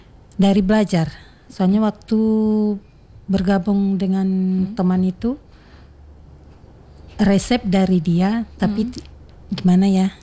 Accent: West Sumatra, Indonesia; Saya asli orang Sumatera Barat.

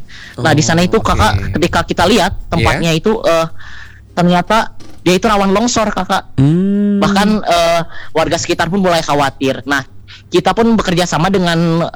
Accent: Pangalengan, West Java, Indonesia; terutama di wilayah saya orang asli Pangalengan, Kakak. Pangalengan itu perlahan-lahan berangsur-angsur berubah. Ketika saya masih kecil, Pangalengan itu masih asri, Kakak, masih dingin

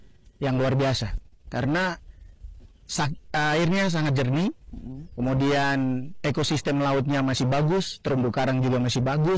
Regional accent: Serui, Papua, Indonesia; saya besarnya di kota Serui dan saya termasuk anak pesisir juga, hidup di pinggir pantai.

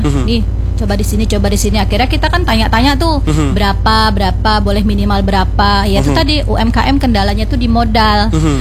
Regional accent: Indonesia; saya asli Indonesia raya

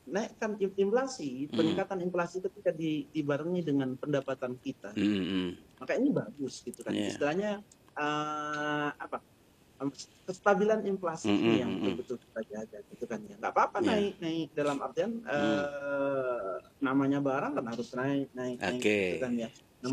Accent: East Java, Indonesia; Atau kita orang Madura pertama gitu kan.

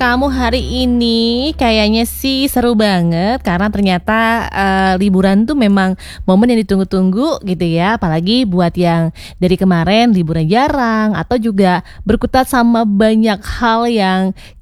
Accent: Yogyakarta, Special Region of Yogyakarta, Indonesia; kayak aku nih, jujur teman Pro 2 sebagai orang Jogja itu jarang banget ke Malioboro sekarang.

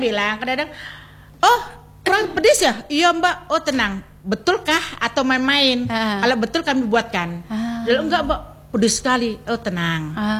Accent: Makassar, South Sulawesi, Indonesia; Kita orang Makassar kan identik dengan jeruk nipis. Dari situlah awal mulanya kami. Orang Makassar sama orang Jawa kan beda

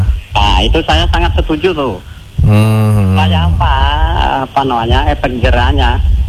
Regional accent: Bengkulu, Indonesia; now in West Sumatra, Indonesia; Perantau, kita asli orang Bengkulu.

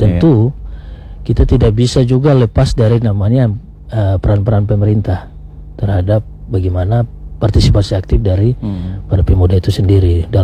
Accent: Tulehu, Maluku, Indonesia; born there; saya orang Maluku Tengah. Bagaimana di desa saya di Tulehu misalnya.

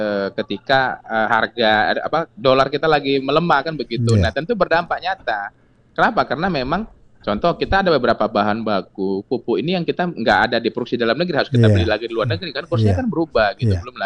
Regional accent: Merauke, South Papua, Indonesia; Kebetulan saya dari salam dari Merauke, saya dari Papua Selatan.

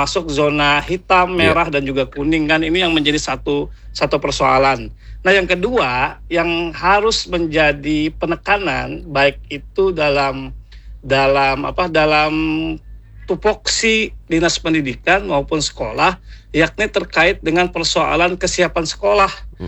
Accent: Banjarmasin, South Kalimantan, Indonesia; kita sebagai warga Banjarmasin

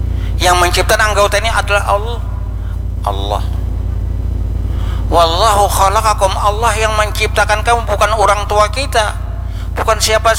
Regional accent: South Kalimantan, Indonesia; Ya bahasa kita orang Banjar, paharatnya tupang dah.

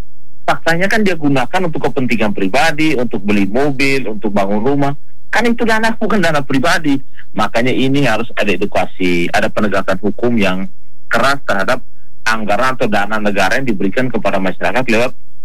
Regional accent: East Nusa Tenggara, Indonesia; Karena saya ini orang Nusa Tenggara Timur

